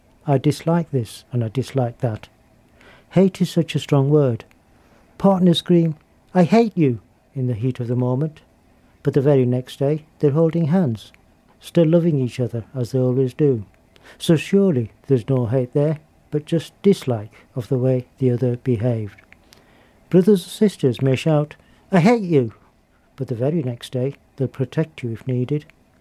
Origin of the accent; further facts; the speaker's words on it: North West England, United Kingdom; accent: Lancashire; now in Dudley, United Kingdom; I grew up in Lancashire.